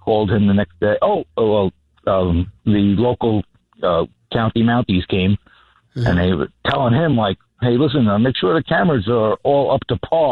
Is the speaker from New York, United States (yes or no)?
yes; New York City, New York, United States; I've been here in Bayside for about 27 years now. I mean, I grew up in Flushing, so I'm a Queens born and raised.